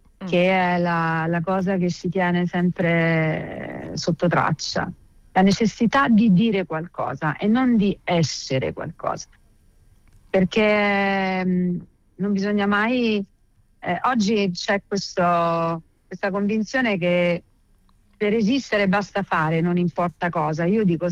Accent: Rome, Lazio, Italy; io sono una randagia, sono della Garbatella e sono veramente una ragazzina con gli artigli

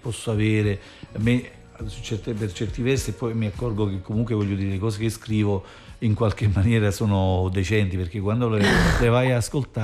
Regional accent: Naples, Campania, Italy; ma io vengo dall'Arenaccia, ma sicuro che sono io.

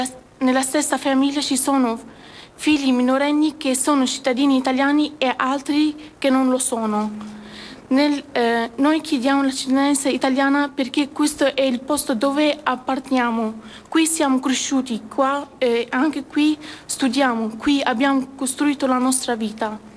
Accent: Syria; Italian is a second language; now in Italy; sono originaria della Siria. Sono arrivata in Italia insieme alla mia famiglia da più di 8 anni fa. grazie ai corridoi comunitari.

